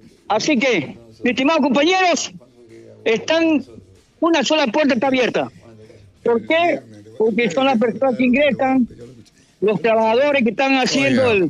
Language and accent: Spanish; Ecuador; Técnicos ecuatorianos hay. Aquí hay que darle oportunidades a ellos. Lo que pasa es que aquí que hablan como argentinos, que hablan a los colombianos, que hablan a los venezolanos, que hablan a tantos países. Y a los nuestros no lo podemos considerar.